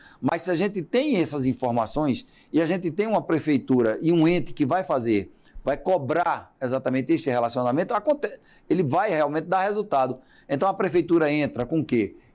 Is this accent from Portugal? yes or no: no; Pernambuco, Brazil; lá no meu estado de Pernambuco